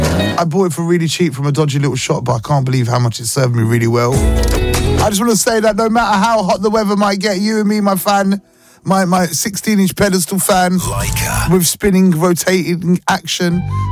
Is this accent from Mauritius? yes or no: yes; Mauritius; Because we're from Mauritius and our family's there and they can stay with us.